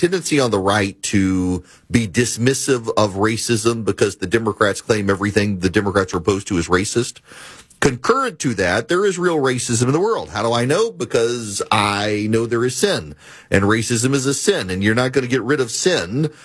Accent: Dubai, United Arab Emirates; so I grew up in Dubai. I didn't grow up in the country. Yeah, I When I was five, we moved overseas.

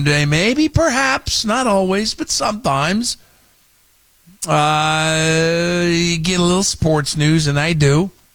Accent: Sacramento, California, United States; Unless I'm rooting for the Kings because I'm from Sacramento, you know, but the idea that I would be somehow a Dodger or Ram fan in Northern California, people don't get it.

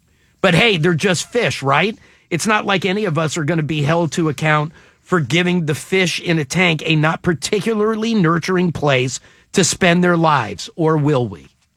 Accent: Richmond, Virginia, United States; In my hometown of Richmond, Virginia, there's a long-lived neighborhood dive bar that is charming enough

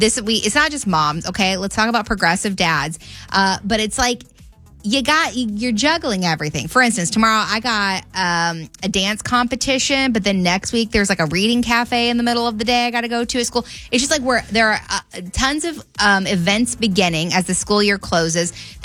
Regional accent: Louisville, Kentucky, United States; now in Twin Cities, United States; I grew up in the Louisville, Kentucky area

